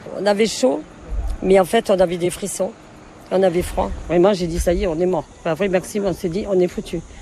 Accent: Los Gallardos, Andalusia, Spain; Même moi, quand je dis je viens d'Andalousie, je ne disais pas Los Gallardos parce que personne ne connaissait Los Gallardos.

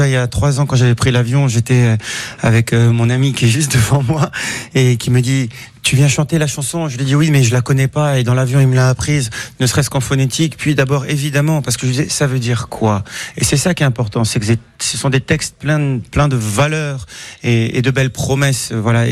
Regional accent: Senegal; born there; moved away; also born or lived in Dakar; je suis d'origine libanaise, je suis né au Sénégal

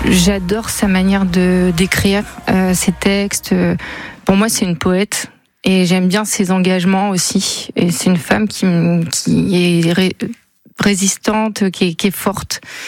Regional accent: Maromme, Normandy, France; born there; also born or lived in Saint-Jean-du-Cardonnay; L'école, on était sur Marome.

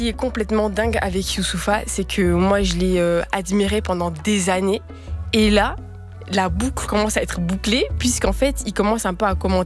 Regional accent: Brussels, Brussels-Capital Region, Belgium; born there; je suis belge, je suis née à Bruxelles, de père congolais, de mère belge.

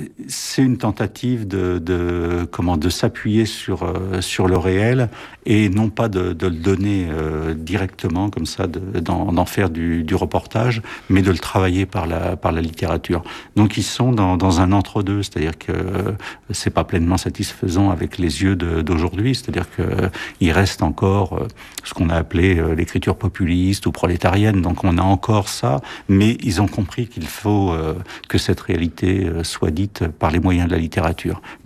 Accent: Saint-Denis, Île-de-France, France; j'ai trouvé un travail à Saint-Denis, donc dans ma ville natale

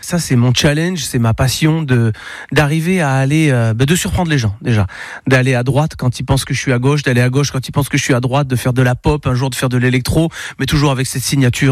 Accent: Marseille, Provence-Alpes-Côte d'Azur, France; moved away as an adult; moi, je suis Marseillais, ma famille est née là, mon frère habite toujours ici. Ah, c'est toujours une émotion particulière de revenir à Marseille, c'est certain. J'y ai tellement de souvenirs. Ça a été ma vie jusqu'à presque mes 27, 28 ans.

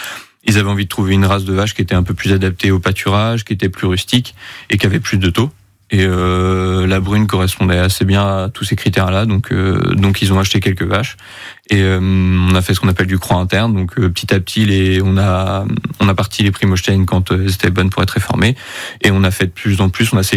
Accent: Pays de la Loire, France; J'ai quitté la Mayenne, je suis resté en France, mais j'avais envie de voir plein de choses.

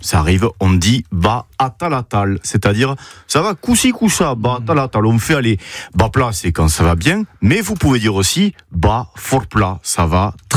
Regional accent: Occitanie, France; chez nous, en Occitanie

